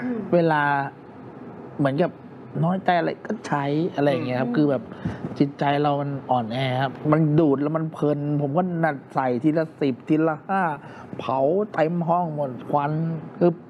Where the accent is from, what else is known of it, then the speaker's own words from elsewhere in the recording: Phetchabun, Thailand; now in Bangkok, Thailand; ผมมาจากเพชรบูรณ์เนี่ยจริงๆแล้วผมมองตรงว่ามีเงินไม่ถึงร้อยเข้ามาอยู่กรุงเทพนะลำบากมาก